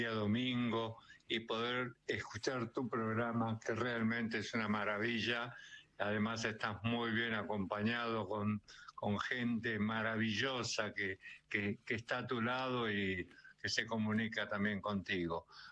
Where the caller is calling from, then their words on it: Buenos Aires, Argentina; soy del barrio de Villa Crespo.